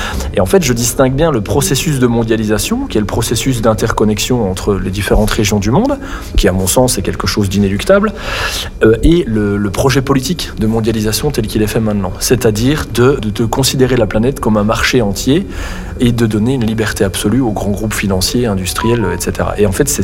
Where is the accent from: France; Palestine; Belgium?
Belgium; moi je suis belge